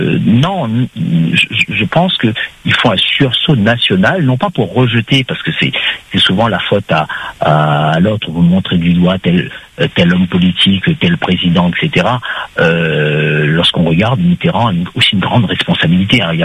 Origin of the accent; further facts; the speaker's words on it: France; on est Français